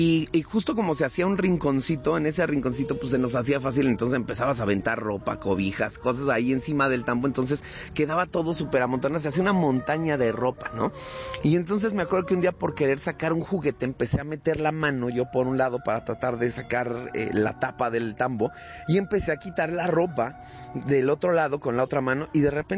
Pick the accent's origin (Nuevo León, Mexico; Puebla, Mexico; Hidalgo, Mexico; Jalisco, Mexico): Hidalgo, Mexico; Mixquiahuala; Yo crecí en Mixquiahuala. Crecí en Mixquiahuala y cuando era adolescente iba mucho con mis amigos